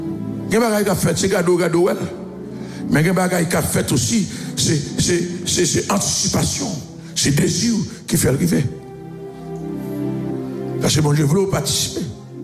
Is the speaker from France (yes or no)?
no; Haiti; Quel que soit le niveau spirituel de la privée, je suis haïtien.